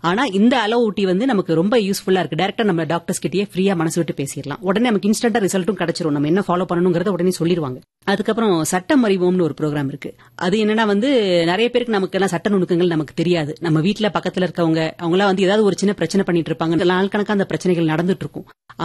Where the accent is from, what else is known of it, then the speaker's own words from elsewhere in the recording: Chennai, Tamil Nadu, India; நான் வந்து பிறந்து வளர்ந்ததெல்லாம் சென்னையில.